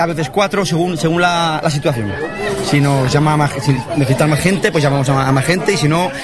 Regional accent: Huesca, Aragon, Spain; somos de Huesca todos.

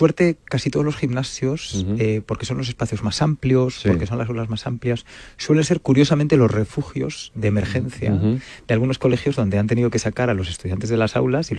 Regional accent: Galicia, Spain; yo por ejemplo soy gallego

